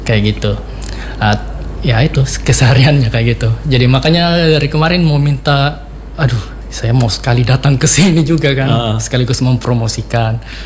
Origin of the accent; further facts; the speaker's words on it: Makassar, South Sulawesi, Indonesia; moved away as an adult; now in Ilaga, Indonesia; Aslinya saya besar kecilnya lahirnya di Makassar